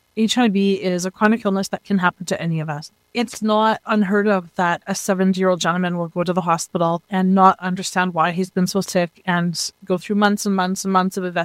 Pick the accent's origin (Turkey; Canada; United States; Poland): Canada; Mackenzie, British Columbia; also born or lived in France; now in Prince George, Canada; I'm originally from Mackenzie, which is about 2 hours north of here, in a very small town. So moving to Prince George was the big city life.